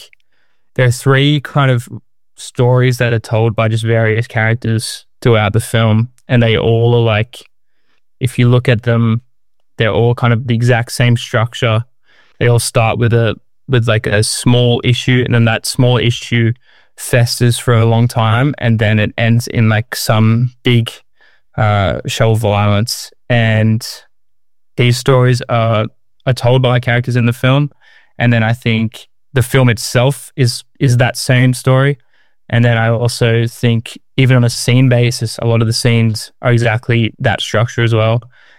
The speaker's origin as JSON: {"language": "English", "country": "Australia", "moved": "as an adult", "lives_now": "Paris, France"}